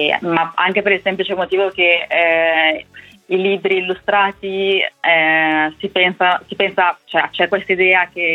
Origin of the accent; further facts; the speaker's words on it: Rimini, Emilia-Romagna, Italy; io sono cresciuta a Rimini